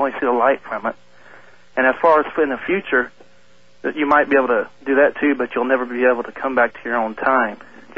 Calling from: Everett, Washington, United States; Everett, Washington.

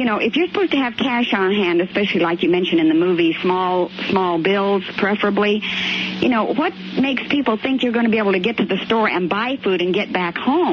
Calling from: Modesto, California, United States; I'm calling you from the San Joaquin Valley, Modesto, California.

